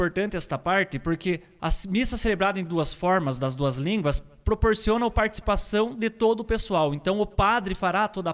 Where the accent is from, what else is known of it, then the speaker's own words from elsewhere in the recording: Palmeira, Paraná, Brazil; Eu sou de Palmeira, de Santa Bárbara.